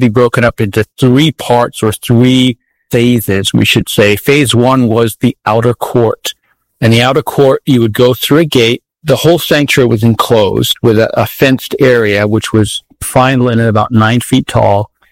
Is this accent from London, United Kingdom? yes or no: yes; London, United Kingdom; also born or lived in United States; I was actually raised in the Catholic Church. My mom was Roman Catholic Irish, and I was raised in London, England, born in the States.